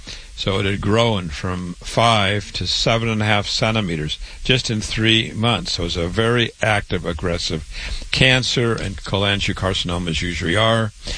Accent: Waterloo, Iowa, United States; I was born and raised in Waterloo, Iowa. I went to public school there.

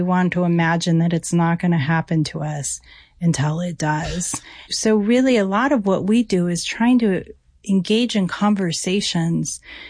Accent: Darby, Montana, United States; I'm a Darby, Montana girl all the way through. My father was a log home builder, owned his own company. And so I grew up the West Fork, riding horses and being a country girl.

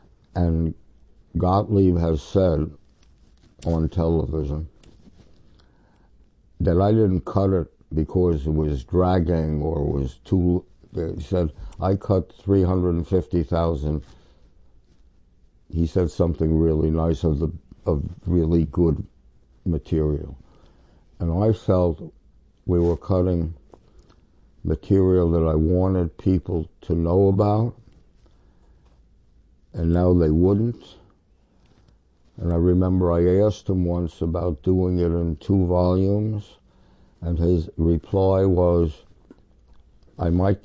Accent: New York City, New York, United States; Oh, I grew up on Central Park West and 94th Street. Then I went to Princeton.

